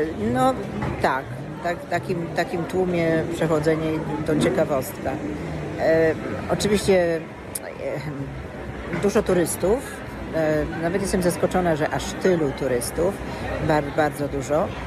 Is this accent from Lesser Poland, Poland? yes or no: yes; Kraków, Lesser Poland, Poland; now in Sydney, Australia; ja jestem z Krakowa